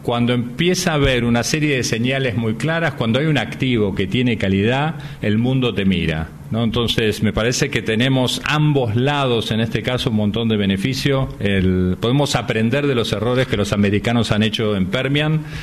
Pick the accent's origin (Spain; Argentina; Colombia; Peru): Argentina; moved away; also born or lived in Brazil / Mexico; Mirá, nos fuimos hace bastante de Argentina. Nos fuimos primero a Brasil, donde vivimos 17 años. Tuvimos nuestros hijos, nuestros 3 hijos son brasileros. Nos movimos a México, 3 años en México.